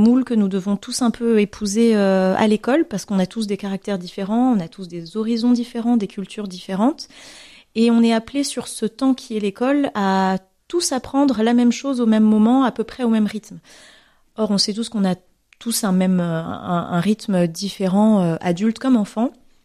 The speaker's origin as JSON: {"language": "French", "country": "Madagascar", "tie": "born there", "also_born_or_lived": "Alsace, France", "said": "je suis née à Madagascar, mais j'ai beaucoup voyagé ensuite entre l'Alsace et l'océan Indien."}